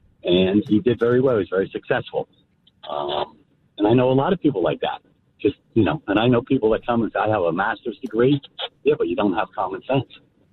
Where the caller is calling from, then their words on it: Totowa, New Jersey, United States; I'm from Totowa.